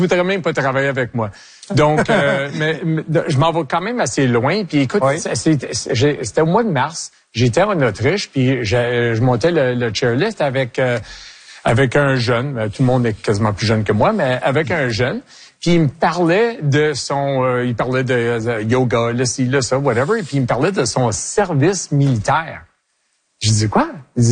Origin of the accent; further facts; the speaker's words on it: Quebec, Canada; born there; Écoute, je suis fier québécois. Je suis, mais j'étais né ici. Mes parents ont été nés ici. Mes grands-parents ont été nés ici. J'étais éduqué en français. Mes enfants ont été éduqués en français.